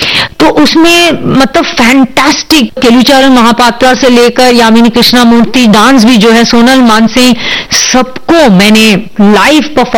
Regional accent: Pune, Maharashtra, India; born there; मैं एक्चुअली पुणे में पैदा हुई थी

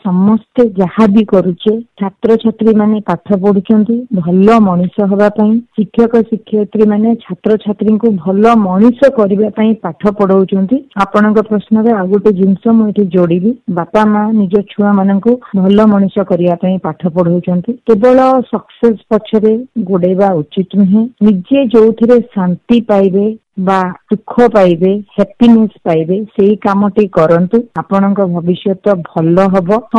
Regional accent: Koraput, Odisha, India; ମୁଁ କୋରାପୁଟରେ ଜନ୍ମ ହେଇଥିଲି, କୋରାପୁଟର ପାହାଡ ପର୍ବତ ନଦୀ ଝରଣା ଦେଖିକି ମୁଁ ବଡ ହେଇଛି, କୋରାପୁଟର ସରକାରୀ ବାଳିକା ବିଦ୍ୟାଳୟ ମୁଁ ସବୁ ପାଠ ପଢିଛି

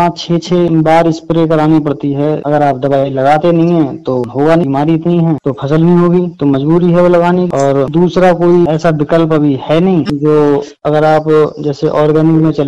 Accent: Bhula Nabipur, Uttar Pradesh, India; मेरा गांव पड़ता है भूला नबीपुर ब्लॉक बहेड़ी में, तहसील बहेड़ी जिला बरेली।

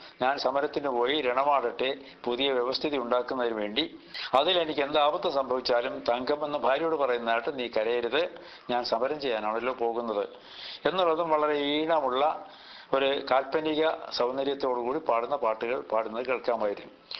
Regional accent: Alappuzha, Kerala, India; ഞങ്ങളുടെ നാട് എന്ന് പറയുന്നത് ആലപ്പുഴയുടെ പ്രാന്തപ്രദേശമാണ്. തുമ്പോളി എന്നതിനെ പറയും. അന്ന് അത് നഗരമായിരുന്നില്ല, പകുതി ഗ്രാമവും പകുതി നഗരവും എന്ന് പറയുകയായിരിക്കും ശരി.

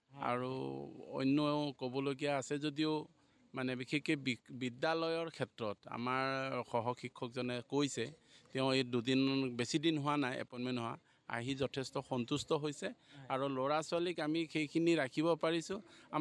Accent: Kaliabor, Assam, India; মোৰ ঘৰ কলিয়াবৰৰে।

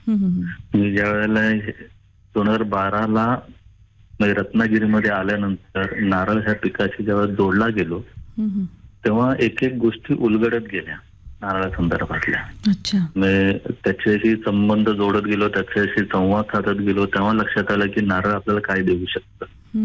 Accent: Mumbai, Maharashtra, India; मुळात मी मुंबईचाच आहे. 2011 मुंबईत करून गावाकडे आलेलो आहे.

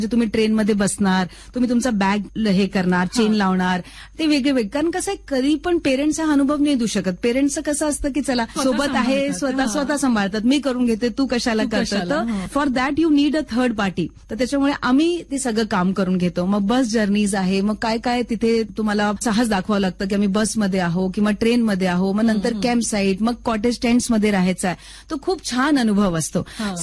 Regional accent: Himachal Pradesh, India; moved away as an adult; also born or lived in Chandigarh; मी देवभूमी हिमाचलची आहे, ठीक आहे. माझे रूट्स तिकडचे आहे, ठीक आहे. माझा बॉर्न ब्रॉटअप हिमाचल, एज्युकेशन चंडीगडला, आणि मी लग्न होऊन इकडे आले.

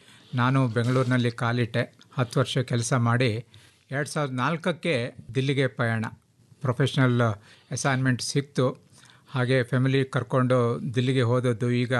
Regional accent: Kumta, Karnataka, India; moved away as an adult; also born or lived in Mysore / Bangalore; now in Noida, India; ನಾನು ಮೂಲ ಉತ್ತರ ಕನ್ನಡ ಜಿಲ್ಲೆ ಕುಮಟಾ ತಾಲೂಕಿನ ಒಂದು ಚಿಕ್ಕ ಹಳ್ಳಿ, ಕುಜಳ್ಳಿ ಅಂತ. ಅಲ್ಲಿ ನನ್ನ ಅಭ್ಯಾಸ ಪ್ರಾಥಮಿಕ ಶಾಲೆ, ಹೈಸ್ಕೂಲು, ಹಾಗೆ ಪಿ ಯು ಸಿಯನ್ನು ಕುಮಟಾದಲ್ಲಿ ಮುಗಿಸಿ ಮೈಸೂರಿಗೆ ಬಂದೆ

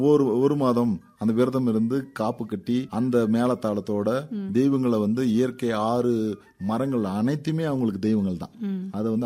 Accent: Dharmapuri, Tamil Nadu, India; moved away as an adult; now in Kodaikanal, India; நான் வந்து என்னுடைய சொந்த மாவட்டம் வந்து தருமபுரி மேடம். நான் வந்து இங்க கொடைக்கானலுக்கு வந்து 15 ஆண்டுகளாக வந்து கிராம நிர்வாகர்களாக பணிபுரிந்து வருகிறேன்.

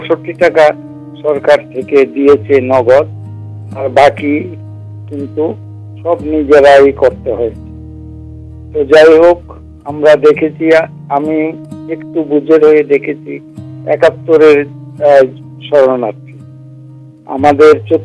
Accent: Agartala, Tripura, India; born there

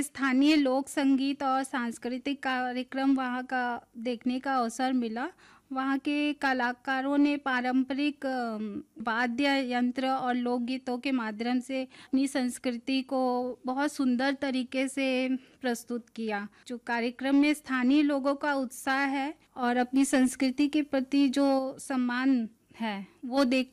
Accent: Chhattisgarh, India; हम तो छत्तीसगढ़ से हैं और वहाँ का क्लाइमेट अलग है

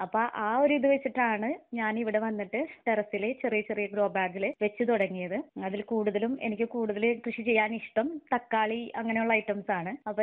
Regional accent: Thrissur, Kerala, India; moved away as an adult; now in Cheraloor panchayat, India; Basically ഞാനൊരു തൃശൂർക്കാരിയാണ്. അവിടെ നിന്ന് വിവാഹം കഴിഞ്ഞ് ഞാൻ ഇവിടെ ചേരാലൂർ എന്നൊരു പഞ്ചായത്തിലാണ് താമസിക്കുന്നത്.

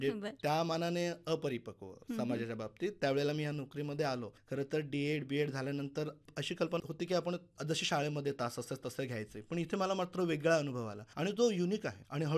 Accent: Kajarghati, Maharashtra, India; माझं गाव जवळ आहे काजरघाटी, पण मला स्वतःला इथे निवासी राहावं लागलं.

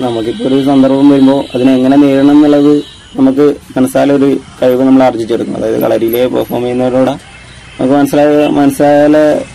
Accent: Kuttippuram, Kerala, India; ഞാൻ കുറ്റിപ്പുറത്ത്.

